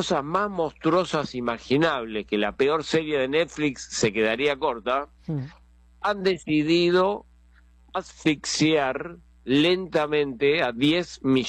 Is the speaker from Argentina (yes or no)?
yes; Argentina